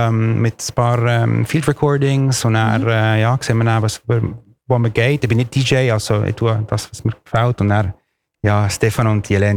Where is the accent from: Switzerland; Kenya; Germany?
Switzerland; Chiasso, Ticino; German is a second language; So, ich bin Schottländer, ich bin Italiener, ich komme von, aber ich bin auch ein Designer und dann, wenn man mehr... geht, dann bin ich wirklich von Chiasso.